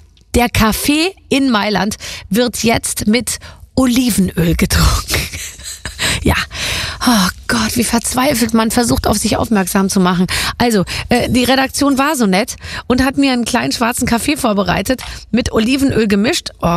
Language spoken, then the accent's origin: German; Germany; ich bin ja auch eine Deutsche und keine Italienerin.